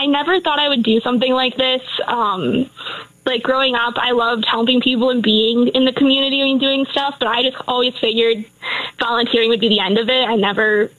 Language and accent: English; Kenosha, Wisconsin, United States; Yeah, so I was raised here in Kenosha my entire life. I'm fourth generation here in this city, so long roots.